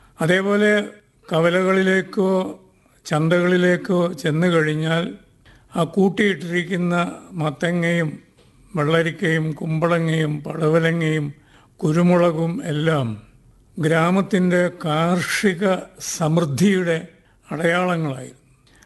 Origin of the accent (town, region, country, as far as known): Ezhumattoor, Kerala, India; born or raised there